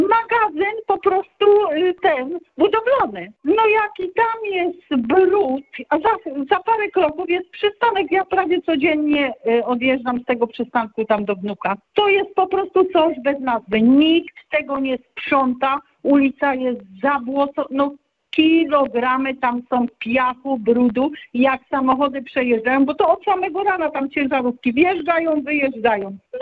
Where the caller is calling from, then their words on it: Łódź, Łódź Voivodeship, Poland; Ja mieszkam w Śródmieściu